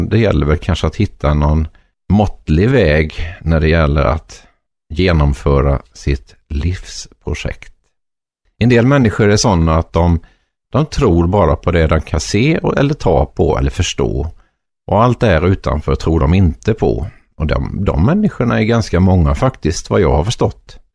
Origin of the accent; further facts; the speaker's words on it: Småland, Sweden; Jag kommer ju från Småland och det hörs väl troligen.